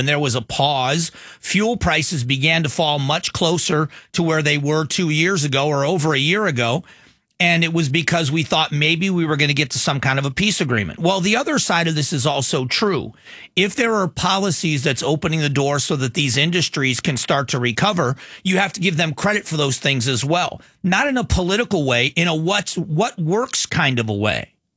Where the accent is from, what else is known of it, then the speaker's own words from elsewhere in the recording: Florida, United States; I grew up in Florida.